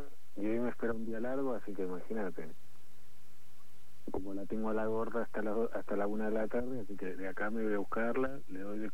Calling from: Mar del Plata, Buenos Aires Province, Argentina; de Mar del Plata.

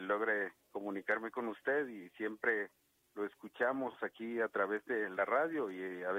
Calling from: Sunil, Quetzaltenango, Guatemala; Sunil, del departamento de Quetzaltenango, Guatemala.

